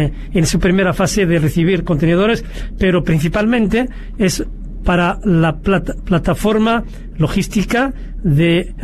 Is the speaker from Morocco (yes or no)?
yes; Morocco